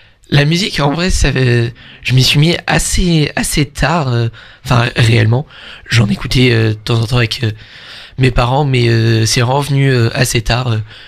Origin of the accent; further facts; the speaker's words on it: France; en tant que français